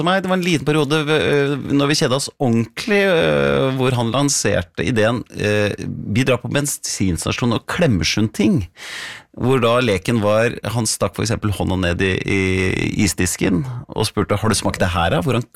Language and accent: Norwegian; Hamar, Innlandet, Norway; Husker jeg satt i løybenken hjemme på Hamar.